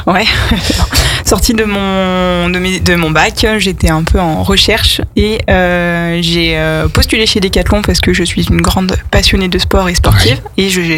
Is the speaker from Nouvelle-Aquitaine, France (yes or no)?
no; Chambéry, Auvergne-Rhône-Alpes, France; moved away as an adult; also born or lived in Vaucluse; Et depuis 2023, je suis revenue sur ma terre natale, parce que je suis chambérienne